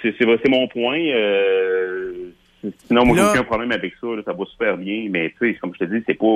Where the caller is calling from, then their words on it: Lévis, Quebec, Canada; chez nous, à Lévis, centre-ville.